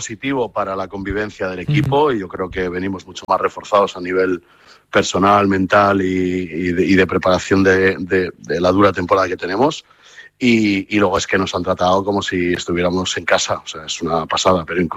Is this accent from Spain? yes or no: yes; Spain; Obviamente, como español que era, que soy, yo prefería que hubiese ganado el Lolo Sainz